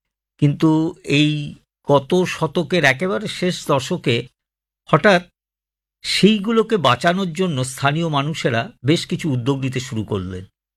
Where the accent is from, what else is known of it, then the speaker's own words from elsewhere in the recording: Kolkata, West Bengal, India; আমি যে অঞ্চলে বড় হয়েছি, পথের নামই ছিল ঝিল রোড